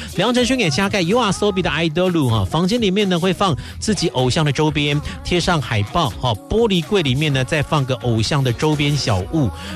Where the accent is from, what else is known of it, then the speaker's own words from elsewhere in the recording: Taiwan; 像我们台湾人呢